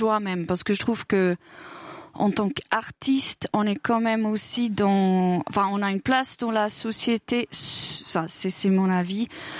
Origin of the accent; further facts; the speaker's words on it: Lucerne, Switzerland; Et par exemple, chez moi à Lucerne, il n'y a pas ça.